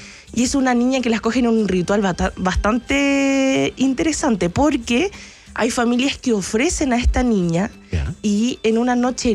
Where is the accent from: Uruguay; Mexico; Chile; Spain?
Chile; Santiago, Santiago Metropolitan Region; yo conozco la cordillera, vengo de Santiago de Chile, pero no.